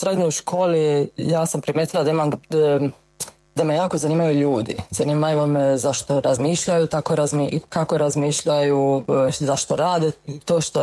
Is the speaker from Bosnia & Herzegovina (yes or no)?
no; Šibenik, Šibenik-Knin County, Croatia; moved away as an adult; also born or lived in Zagreb; now in Sydney, Australia; Ja sam inače iz Šibenika, a onda sam otišla studirati na Filozofski fakultet psihologije u Zagrebu, gdje sam to završila i počela raditi. I onda, eto, igrom slučaja zaljubila se u Sarajliju i odlučila krenuti za njim u Sydney i doći u Australiju